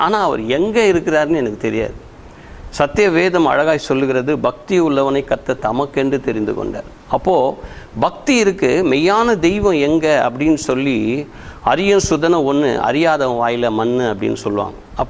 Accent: Chennai, Tamil Nadu, India; born or raised there

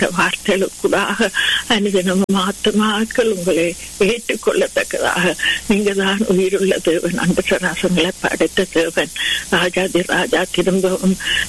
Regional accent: Sri Lanka; என்ன நாங்க பிறந்து வளர்ந்த தேசத்துக்காக அந்த இலங்கை தீவுக்காக உங்களை வருகிறோம்.

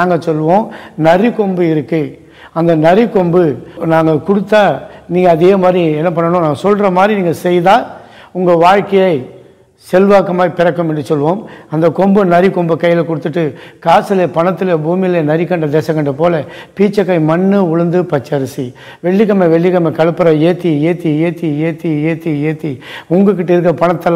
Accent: Tiruvannamalai, Tamil Nadu, India; என்னுடைய ஒரு சொந்த ஊர் திருவண்ணாமலை. திருவண்ணாமலை பட்டணத்தை தான் நான் வளர்ந்தேன், பிறந்தேன், அங்கே தான் இருந்தேன்.

